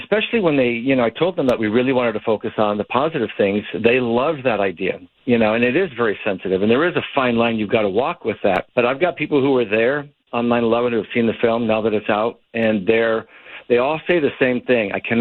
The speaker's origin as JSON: {"language": "English", "town": "San Diego", "region": "California", "country": "United States", "tie": "born or raised there", "moved": "as an adult", "lives_now": "Los Angeles, United States", "said": "Born and raised in San Diego. I love that city. It's still my favorite city in the entire world."}